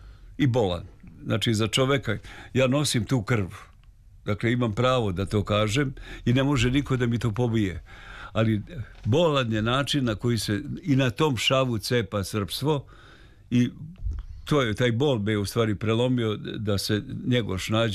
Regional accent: Serbia; to je narodni termin kod nas u Srbiji, se kaže to je prodata duša.

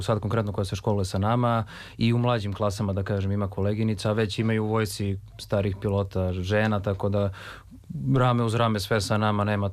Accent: Belgrade, Serbia; Ja sam iz Beograda, živim tu kod Sava centra.

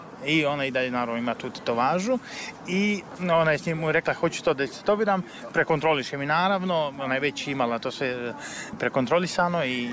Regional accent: Zlatibor, Zlatibor District, Serbia; Ja sam sa Zlatibora, prvo sam tražio to u Užicu

